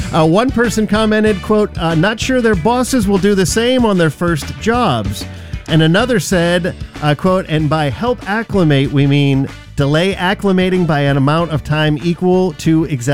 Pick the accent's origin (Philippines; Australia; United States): United States; California; born there; also born or lived in Illinois; as someone who moved at, at 6 years old, I moved from Illinois to California